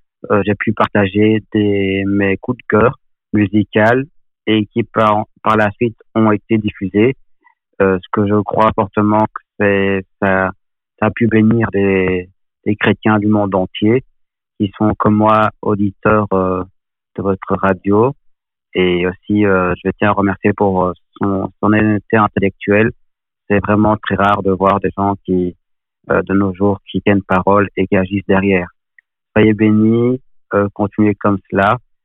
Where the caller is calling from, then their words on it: Nivelles, Wallonia, Belgium; je viens de Belgique, près de Bruxelles, exactement à Nivelles.